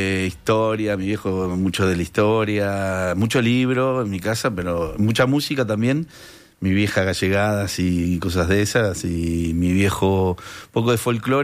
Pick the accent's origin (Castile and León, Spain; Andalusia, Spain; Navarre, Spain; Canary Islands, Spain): Canary Islands, Spain; Digo, dale, somos 7 canarios, le digo, vamos a mover esto.